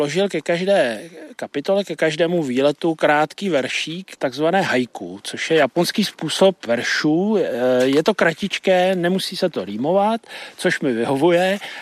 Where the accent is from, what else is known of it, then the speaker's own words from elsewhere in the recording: Benešov, Central Bohemian Region, Czechia; born there; also born or lived in Blaník area; now in Dolní Břežany, Czechia; já jsem se narodil v Benešově, pocházím vlastně z Posázaví, leta jsem žil pod Blaníkem, pak jsme se přestěhovali do Dolních Břežan na jižní okraji vlastně Prahy. Celý život se pohybuju nebo žiju tady vlastně v té oblasti jižně od Prahy